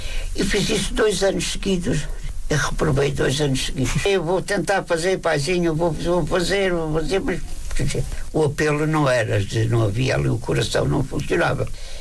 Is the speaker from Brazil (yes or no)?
no; Évora, Alentejo, Portugal; moved away as an adult; eu venho de Évora, uma cidade de províncias. Estou na capital sozinho